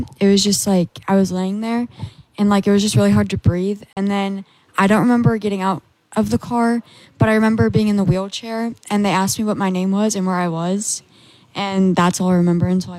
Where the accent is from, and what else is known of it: Marengo, Iowa, United States